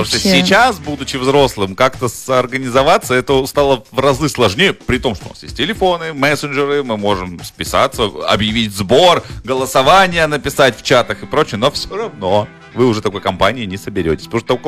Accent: Omsk, Omsk Oblast, Russia; moved away; я все детство провел в Омске.

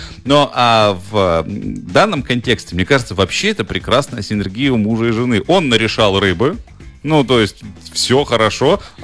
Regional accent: Omsk, Omsk Oblast, Russia; moved away; also born or lived in Chukotka; я сам родом из Омска

